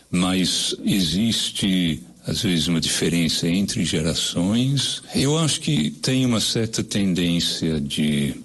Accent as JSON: {"language": "Portuguese", "region": "England", "country": "United Kingdom", "tie": "born or raised there", "second_language": "Portuguese", "moved": "yes", "lives_now": "Brazil", "said": "Eu nasci na Inglaterra, nascido e criado na Inglaterra. Eu moro no Brasil desde 1976, tenho 50 anos."}